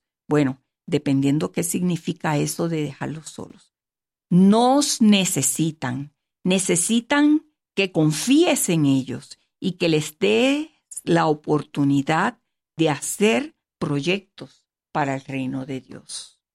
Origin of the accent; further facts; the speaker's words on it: Puerto Rico; en Puerto Rico, mi tierra natal, conocí al Señor a los 14 años bajo un avivamiento entre la juventud.